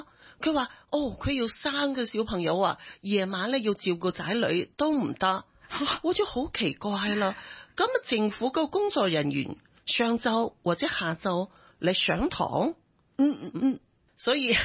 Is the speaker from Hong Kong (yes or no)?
yes; Hong Kong; 只不过咧，有时咧我哋香港人学普通话咧